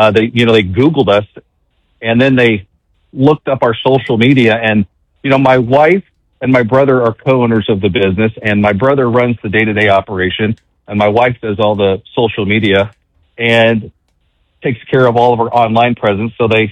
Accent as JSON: {"language": "English", "town": "Quad Cities", "country": "United States", "tie": "born or raised there", "said": "I grew up in John Deere country in the Quad Cities."}